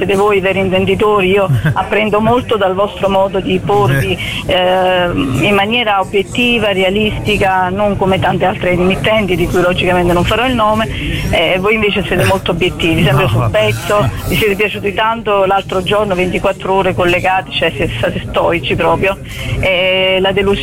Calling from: Castellabate, Campania, Italy; Io da Castellabate, provincia di Salerno, paese di Benvenuti al Sud.

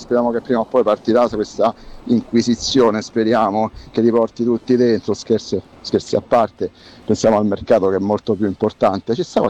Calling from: Rome, Lazio, Italy

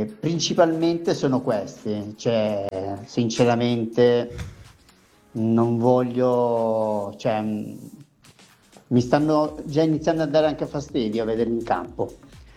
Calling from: Varese, Lombardy, Italy; sono da Varese.

